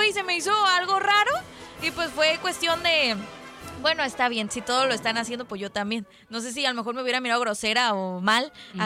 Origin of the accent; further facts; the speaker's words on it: Tijuana, Baja California, Mexico; siendo tijuanense